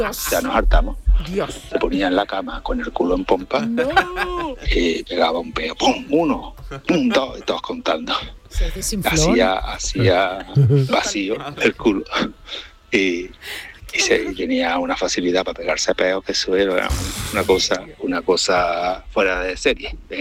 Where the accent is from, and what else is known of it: Córdoba, Andalusia, Spain